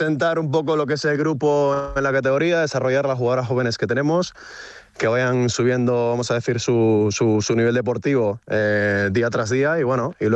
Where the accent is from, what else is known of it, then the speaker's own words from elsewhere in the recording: San Juan Bautista, Nueva Esparta, Venezuela; now in Basque Country, Spain; soy de San Juan Bautista, un pueblo de Nueva Esparta, en la isla de Margarita, en Venezuela. Pero mi madre es de acá y bueno, y hace 11 años emigramos y vinimos aquí estamos felices, la verdad.